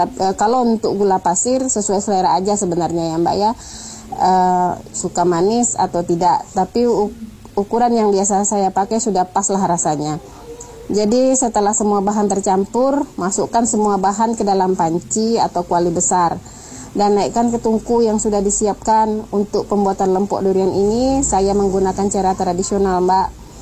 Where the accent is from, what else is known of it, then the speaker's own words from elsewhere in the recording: Riau, Indonesia; born there; Sama seperti daerah kelahiran saya di Riau, di sana dinamakan lempok durian.